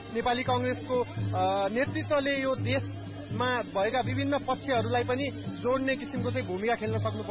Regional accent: Darchula, Sudurpashchim Province, Nepal; मेरो घर दार्चुला हो।

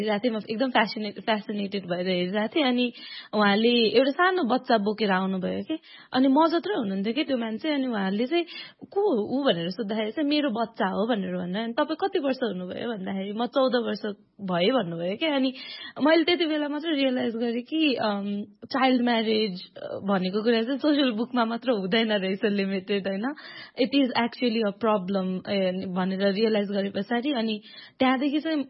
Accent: Koshi Province, Nepal; काठमाडौँमा एकदम सेल्टर्ड भएर हुर्केको होइन अनि जब म 14 वर्षको थिएँ त्यति बेला चाहिँ आई वेन्ट मेरो गाउँ पूर्व मोरङमा गएँ म बाबासँग

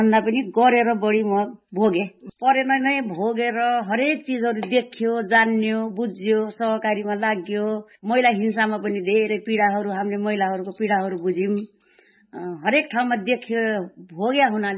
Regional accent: Dang, Lumbini Province, Nepal; also born or lived in Pyuthan; पहाड़को ठाउँमा जन्म। अब प्युठानमा भए पनि अब हुर्किन हामी दाङमा हुन्छ।

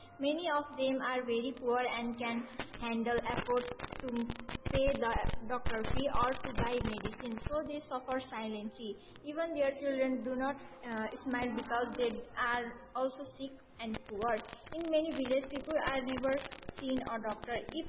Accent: Ganapati, Gandaki Province, Nepal; शुक्रगण्डकी 8 Ganapati.

